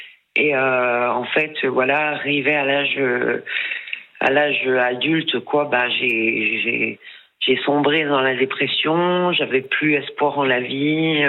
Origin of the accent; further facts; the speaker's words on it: Bourgogne-Franche-Comté, France; moved away; mon père était paysan et je suis partie en Angleterre pour tenter ma chance parce que je suis du Jura, je viens d'un tout petit patelin.